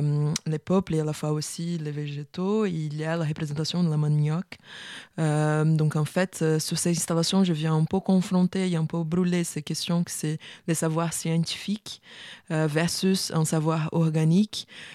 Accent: Rio de Janeiro, Brazil; c'est un voyage d'exploration qui est arrivé à, chez moi, à Rio de Janeiro.

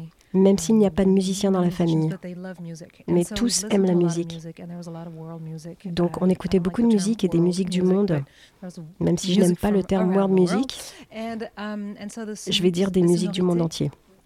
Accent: Zanzibar, Tanzania; French is a second language; J'ai donc commencé à jouer également du tarab, qui est un style de musique traditionnel chez nous à Zanzibar.

